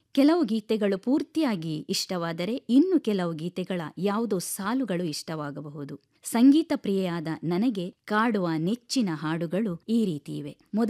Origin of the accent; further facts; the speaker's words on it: Bantwal, Karnataka, India; ಬಂಟ್ವಾಳ ತಾಲೂಕಿನ ಕಾವಳಪಡೂರಿನ ಪಚ್ಚಾಜೆ ನನ್ನ ಊರು.